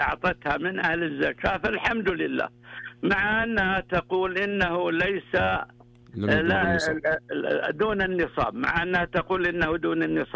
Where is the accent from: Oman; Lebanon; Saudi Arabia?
Saudi Arabia; Najd; مثل الآن عندنا في نجد أغلب الوصايا ضحايا، ضحوا عني ضحوا عني.